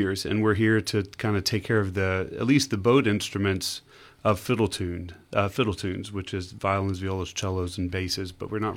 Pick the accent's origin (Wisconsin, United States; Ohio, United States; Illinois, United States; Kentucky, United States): Kentucky, United States; In Kentucky, uh-huh. Just south of Cincinnati.